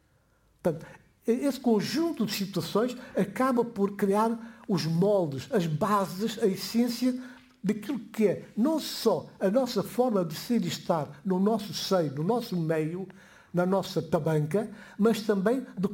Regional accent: Guinea-Bissau; first language Guinea-Bissau Creole; Portuguese is a second language; Eu sou da Guiné-Bissau.

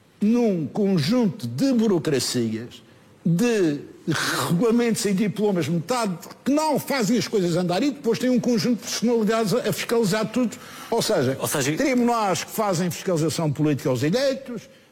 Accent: Portugal; Nós somos portugueses de corpo inteiro

